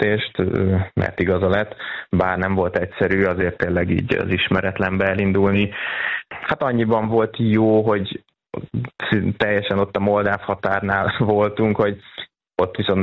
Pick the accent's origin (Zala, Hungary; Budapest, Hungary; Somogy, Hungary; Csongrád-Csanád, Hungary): Somogy, Hungary; én is innen Somogyországból kikerülve magyarként megálltam a helyemet ott Romániába.